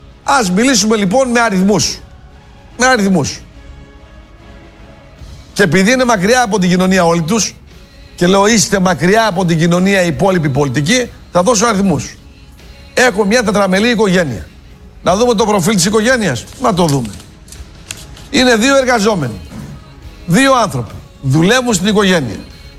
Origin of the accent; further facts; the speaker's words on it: Greece; η Ελλάδα, η πατρίδα μου